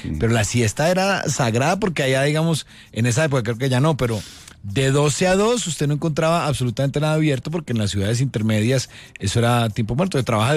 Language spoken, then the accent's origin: Spanish; Manizales, Caldas, Colombia; yo crecí en Manizales y yo recuerdo que siempre en la casa de mi abuela siempre se almorzaba a las 12:30 en punto.